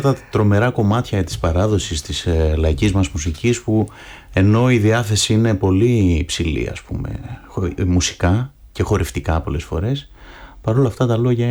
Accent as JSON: {"language": "Greek", "town": "Katerini", "region": "Central Macedonia", "country": "Greece", "tie": "born or raised there", "said": "Είναι τραγούδι που άκουγα πάντα στον τόπο μου. Είμαι από Κατερίνη."}